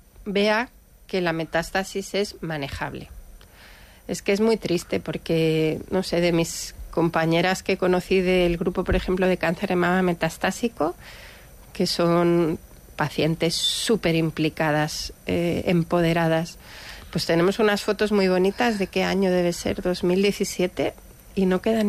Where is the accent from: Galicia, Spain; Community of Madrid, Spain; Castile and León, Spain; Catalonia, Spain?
Community of Madrid, Spain; now in San Sebastián, Spain; yo soy madrileña, pero ahora ya donostiarra.